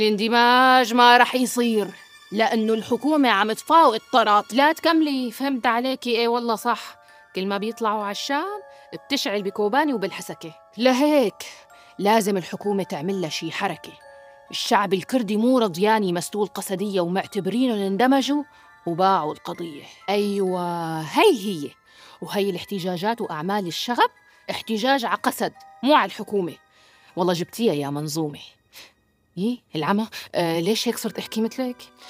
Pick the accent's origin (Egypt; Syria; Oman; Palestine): Syria; نحن كسوريين صرنا بنعرف إنه نحن قدام مرحلة جديدة